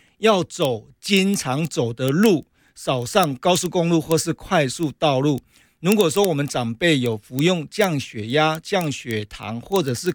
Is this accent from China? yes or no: no; Taiwan; 我们台湾人是非常有同理心的